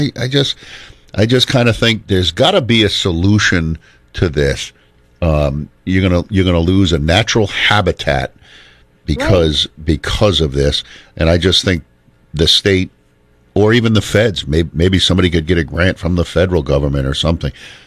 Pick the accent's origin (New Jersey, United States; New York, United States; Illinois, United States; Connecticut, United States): Connecticut, United States; Killingly; moved away; I was originally from Killingly. That's where I started out.